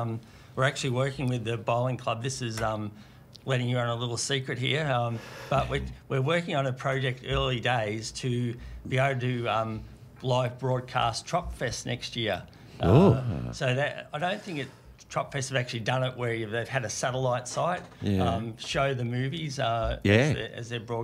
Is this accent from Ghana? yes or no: no; Bendigo, Victoria, Australia; I grew up in Golden Square, went to school at Maple Street for 1 year, and because I lived on the other side of the highway, I got transferred to Laurel Street